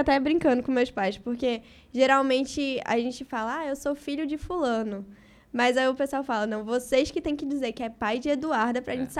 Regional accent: Caruaru, Pernambuco, Brazil; born there; also born or lived in Rio de Janeiro; now in Itapororoca, Brazil

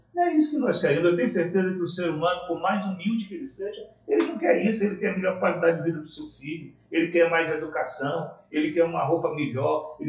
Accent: Codó, Maranhão, Brazil; moved away as an adult; O Codó, eu nasci e me criei aqui, fui educado aqui no Colégio das Irmãs, tá entendendo, o convento chamado na época

